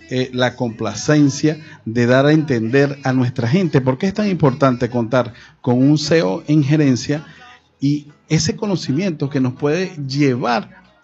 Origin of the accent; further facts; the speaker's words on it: Venezuela; como líderes, como venezolanos